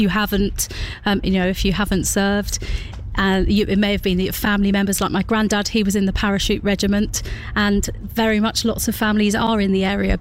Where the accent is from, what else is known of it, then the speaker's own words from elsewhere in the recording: Aldershot, South East England, United Kingdom; growing up in Aldershot.